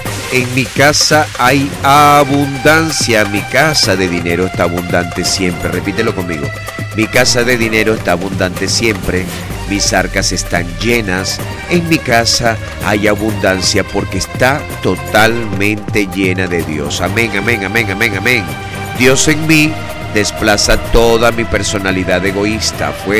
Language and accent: Spanish; Venezuela; Venezuela, te quiero, soy venezolano.